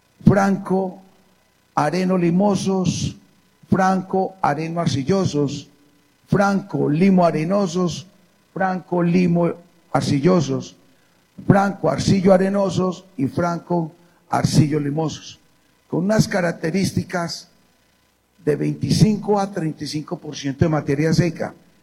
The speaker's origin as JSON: {"language": "Spanish", "region": "Antioquia", "country": "Colombia", "said": "Porque si les digo una cosa como paisa, aunque el man dice que no soy paisa."}